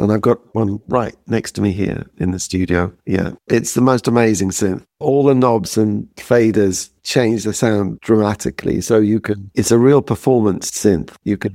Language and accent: English; High Wycombe, South East England, United Kingdom; born there; my hometown at the time, High Wycombe